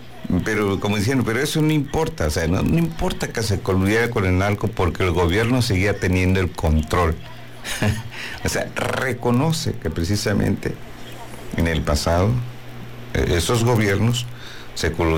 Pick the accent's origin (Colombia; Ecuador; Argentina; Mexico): Mexico